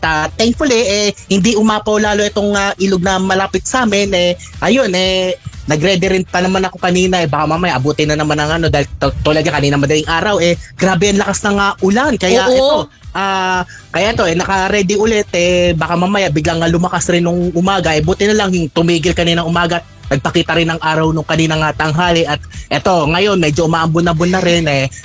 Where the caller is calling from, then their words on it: Rizal, Calabarzon, Philippines; From Quinta, Rizal.